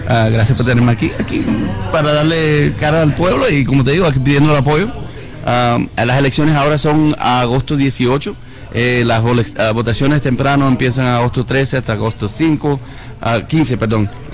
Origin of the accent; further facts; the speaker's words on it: Miami-Dade, Florida, United States; yo nacido y criado aquí en Miami-Dade, siempre.